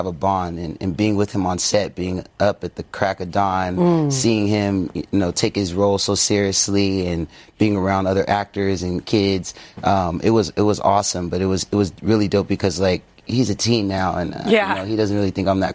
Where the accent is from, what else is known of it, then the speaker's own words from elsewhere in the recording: Malaysia; I am Malaysian, yeah.